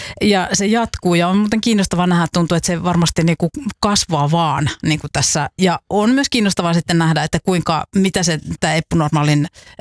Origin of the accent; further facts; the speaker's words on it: Jyväskylä, Central Finland, Finland; silloin oli paikallisradiot aloittaneet, niiden joukossa muun muassa kotikaupunkini niin Radio Jyväskylä